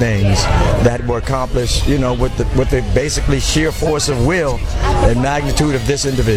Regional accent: Inglewood, California, United States; as everybody knows, I'm from Inglewood, and great things happen to the young kids

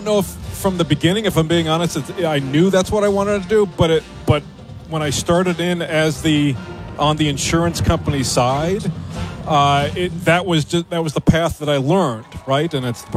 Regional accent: Akron, Ohio, United States; So I'm from Akron. So I went to high school in Revere. So. Coming home to Akron seemed like a no-brainer.

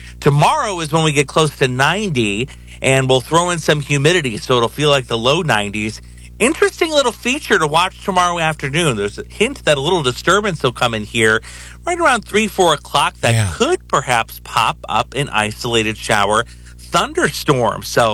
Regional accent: Sterling, Illinois, United States; moved away; I was back home in my hometown of Sterling.

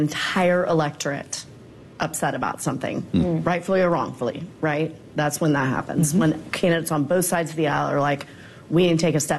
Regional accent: Texas, United States; But like, I'm from Texas, and my mom is calling me and asking about water issues in Texas.

